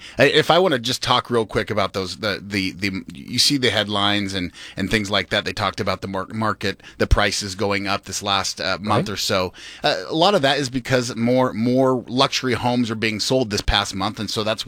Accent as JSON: {"language": "English", "town": "Spokane", "region": "Washington", "country": "United States", "tie": "born or raised there", "said": "That's my hometown, Spokane, Washington."}